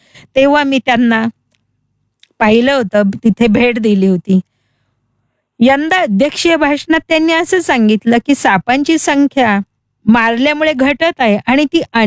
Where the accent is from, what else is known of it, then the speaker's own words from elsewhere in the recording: Niphad, Maharashtra, India; माझं बालपण निफाड व माझं गाव पिंपळस रामाचे निफाड तालुक्यातलंच. इथे माझं बालपण गेलं.